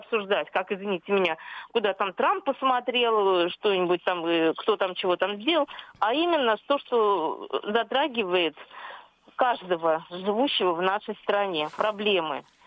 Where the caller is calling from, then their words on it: Saint Petersburg, Russia; я из Санкт-Петербурга.